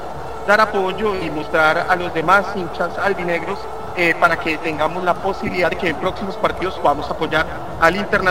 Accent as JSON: {"language": "Spanish", "country": "Colombia", "said": "todos como colombianos"}